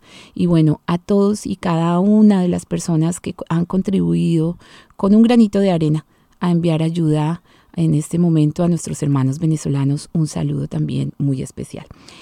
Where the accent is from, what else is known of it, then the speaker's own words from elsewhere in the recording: Colombia; Y por supuesto que como colombianos y como latinos estamos muy orgullosos de lo que ustedes han hecho, muchachos.